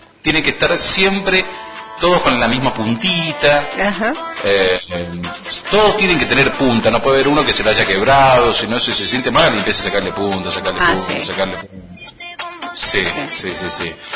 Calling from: Malargüe, Mendoza, Argentina; Toda la tarde los escucho … de Malargüe.

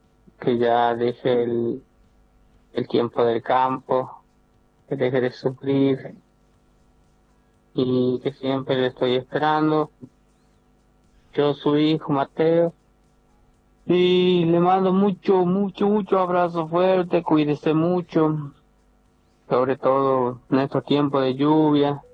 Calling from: Salta, Argentina; Me comunico desde Salta Capital.

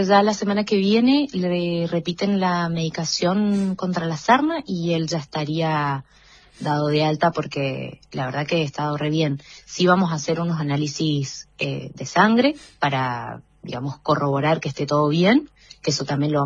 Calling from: Rama Caída, Mendoza, Argentina; yo vivo en Rama Caída

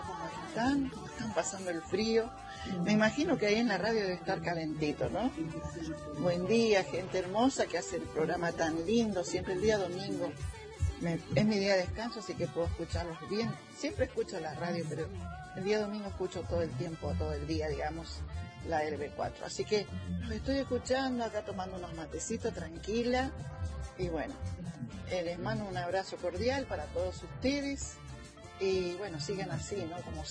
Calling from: Mendoza, Argentina; vivo en Las Paredes.

